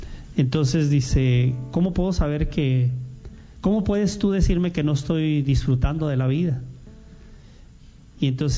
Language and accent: Spanish; Tijuana, Baja California, Mexico; soy de Tijuana.